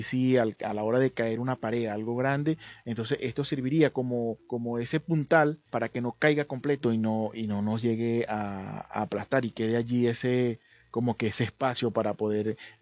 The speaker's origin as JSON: {"language": "Spanish", "country": "Venezuela"}